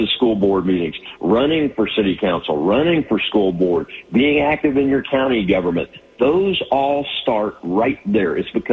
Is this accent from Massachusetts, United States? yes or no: no; Tennessee, United States; My dad was in the Air Force too, so I've traveled most of my life, including in my 30-plus years in the Air Force. But my origins come right out of West Tennessee